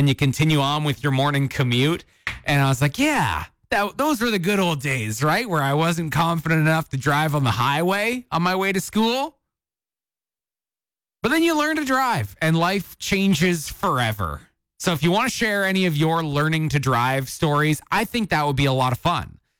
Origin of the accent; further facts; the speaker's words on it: Cowichan Bay, British Columbia, Canada; I grew up in Cowichan Bay, and it was like far enough away that going most places was kind of like an ordeal.